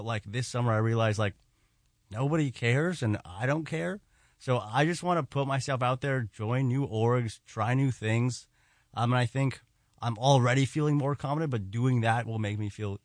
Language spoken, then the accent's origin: English; New York City, New York, United States; I'm from New York City. I'm from Queens.